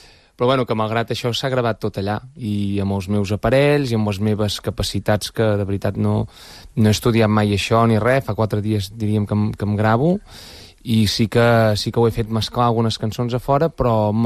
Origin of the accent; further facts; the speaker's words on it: Torre d'Oristà, Catalonia, Spain; De la Torre d'Oristà, sí.